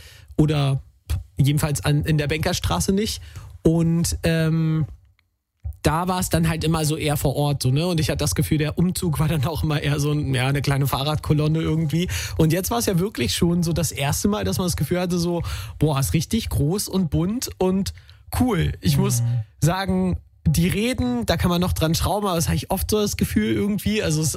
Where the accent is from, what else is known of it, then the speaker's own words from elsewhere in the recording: Potsdam, Brandenburg, Germany; weil bei uns in Potsdam war es ja eher so, auch so klein und kuschelig, ne?